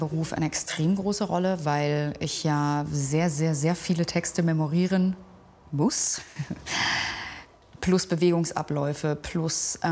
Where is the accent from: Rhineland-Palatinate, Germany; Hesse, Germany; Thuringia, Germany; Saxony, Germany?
Saxony, Germany; Dresden; ich bin 31 Jahre alt. Ich komme aus Dresden, gerade Beul.